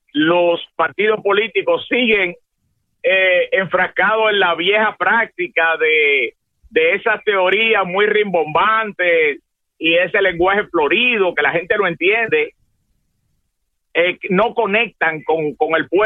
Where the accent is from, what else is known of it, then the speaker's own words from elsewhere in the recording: Dominican Republic; now in Puerto Rico; nosotros vivimos en Puerto Rico. Nosotros, en nuestra Puerto Rico, aunque somos originarios de la República Dominicana